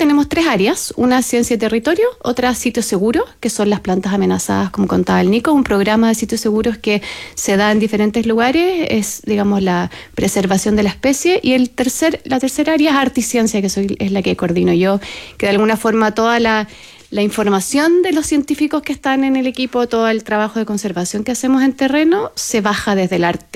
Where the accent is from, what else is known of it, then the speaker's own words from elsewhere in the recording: Chile; somos 10 ilustradores chilenos en este libro.